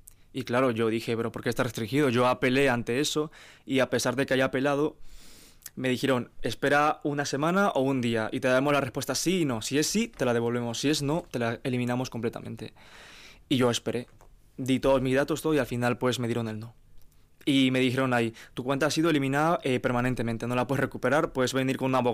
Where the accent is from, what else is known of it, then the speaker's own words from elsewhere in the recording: Peru; Y al fin y al cabo, pues, a mí, mi profesor, como en Perú es muy estricto, ¿sabes?